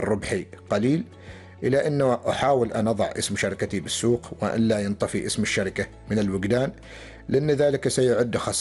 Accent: Oman; نحن كعمانيين شابين وشابات

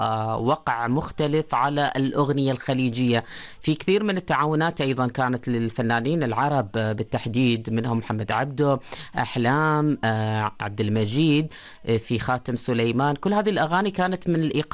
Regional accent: Muscat Governorate, Oman

